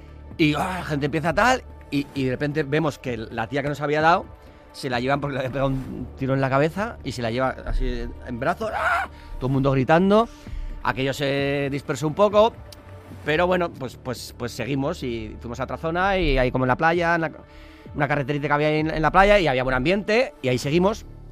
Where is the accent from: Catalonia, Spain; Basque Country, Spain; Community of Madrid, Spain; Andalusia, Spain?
Basque Country, Spain; San Sebastián